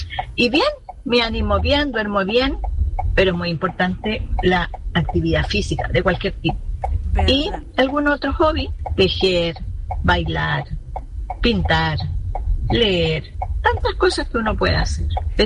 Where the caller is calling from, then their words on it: Vitacura, Santiago Metropolitan Region, Chile; Siempre los escucho. … de Vitacura.